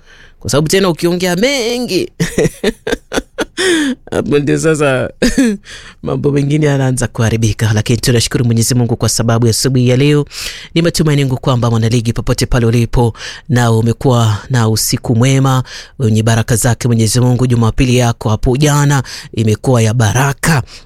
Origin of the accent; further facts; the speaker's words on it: Garsen, Tana River County, Kenya; Alafu akajipata akawa ameenda pale Garseni pale Tana River. So mimi nikajipata nimezaliwa Tana River.